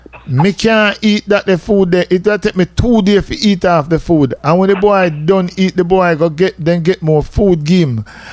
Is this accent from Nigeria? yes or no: no; Jamaica; I come from Jamaica.